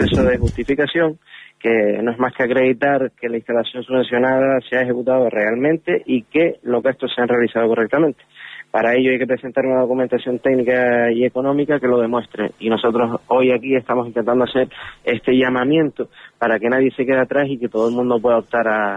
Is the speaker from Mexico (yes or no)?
no; Canary Islands, Spain; nosotros, como desde Canarias